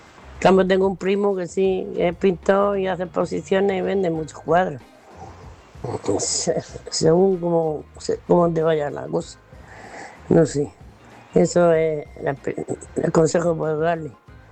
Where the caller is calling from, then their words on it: Murcia, Region of Murcia, Spain; de Murcia y quería hablarle a Fernando